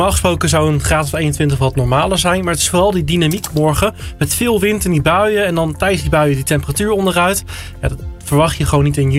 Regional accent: Zwolle, Overijssel, Netherlands; Ik kom uit Zwolle

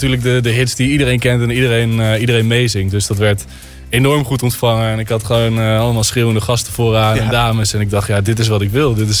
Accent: Netherlands

